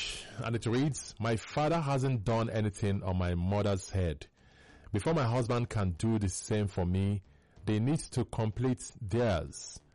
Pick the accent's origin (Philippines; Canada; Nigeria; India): Nigeria; Abia; where I'm from Abia State, but there's a particular place in my state, Arochukwu.